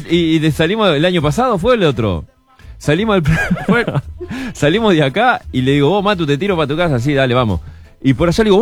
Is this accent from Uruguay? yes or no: yes; Uruguay; Como cualquier uruguayo de bien.